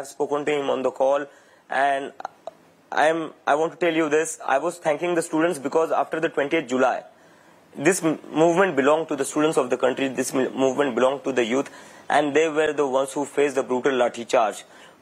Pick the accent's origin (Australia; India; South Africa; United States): India; I was in the US as an Indian. I went there as an Indian student